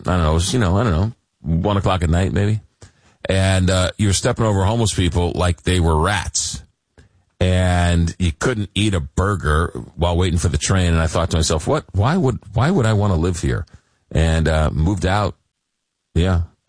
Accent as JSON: {"language": "English", "town": "Long Island", "region": "New York", "country": "United States", "tie": "born or raised there", "said": "And, New York is, I grew up in Long Island and, I used to go to New York, you know, when to go, whatever, you know, when I was in high school and college."}